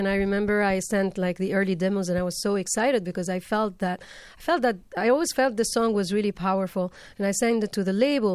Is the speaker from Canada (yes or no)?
no; Tunisia; growing up in Tunisia